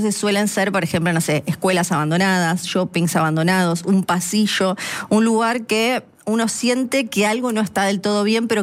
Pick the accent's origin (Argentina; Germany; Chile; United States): Argentina; Tierra del Fuego; yo soy de Tierra del Fuego